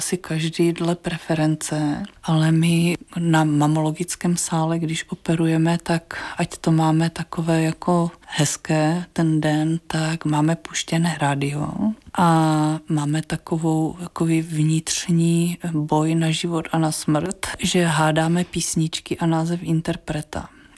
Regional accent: Zlín Region, Czechia; also born or lived in Žilina, Slovakia; Já myslím, že já jsem se narodila teda na Slovensku. Vyrostla jsem na Valašsku

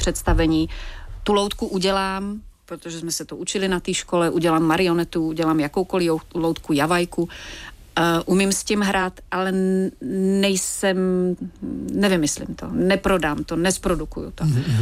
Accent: Slovakia; moved away as an adult; now in Prague, Czech Republic; jako Slovák, v Praze mohl studovat tehdy jenom tu loutkárnu

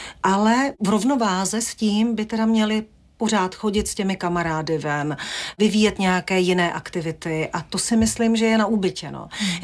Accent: Vimperk, South Bohemian Region, Czechia; tak my jsme k mojí babičce na Solnou Lhotu chodili pěšky, což je z Vimperka, odkud pocházím, nějakých 5-6 kilometrů

